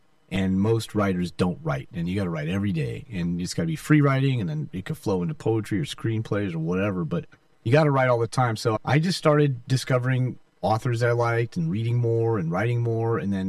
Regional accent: Garden Grove, California, United States; also born or lived in Virgin Islands; actually born in the Virgin Islands. My dad was a teacher, and then they shipped me home after 6 months. We grew up in Garden Grove. We called it Garbage Grove.

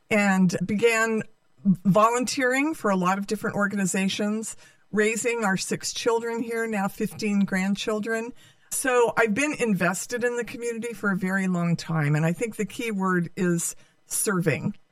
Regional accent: Modesto, California, United States; also born or lived in Oakland / Texas / San Francisco; I was born in Modesto, 1954, raised in Modesto, attended school here, graduated from high school, left for about 10 years after high school when I went to nursing school in Oakland

